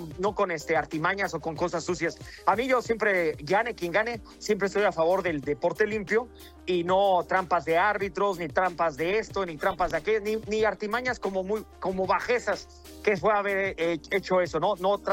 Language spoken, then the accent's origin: Spanish; Mexico; now in Miami, United States; soy mexicano